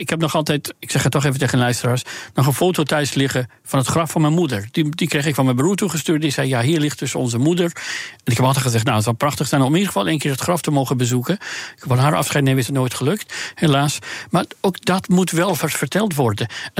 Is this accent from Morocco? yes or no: no; Iran; moved away; En ik ben nadien nooit meer teruggegaan naar mijn vaderland. En ook niet terug kunnen gaan. Uit angst, want ik sta nog altijd op een of andere lijsten die dat afschuwelijk regime hanteert. Om ook zelfs Iraanse dissidenten in diaspora dus te vervolgen